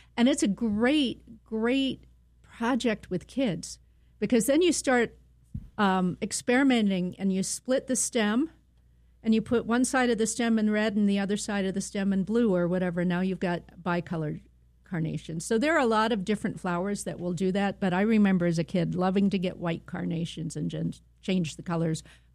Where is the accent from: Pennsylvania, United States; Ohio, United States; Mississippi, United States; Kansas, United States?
Pennsylvania, United States; now in Minnesota, United States; When I grew up in Pennsylvania, we could get the pink and the blue hydrangeas